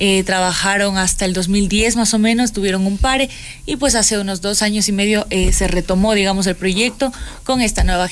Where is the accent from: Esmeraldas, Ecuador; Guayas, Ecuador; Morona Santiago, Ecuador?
Morona Santiago, Ecuador; Gualaquiza; No, yo soy de Morona, Santiago, de Gualaquiza.